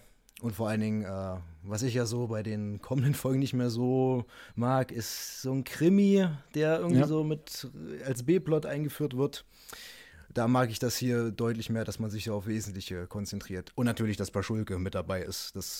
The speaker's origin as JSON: {"language": "German", "town": "Werther", "region": "Thuringia", "country": "Germany", "said": "Also, ich bin Baujahr 01, also 25. Und ich komme aus dem kleinen, aber feinen Nordhausen. Am Harz."}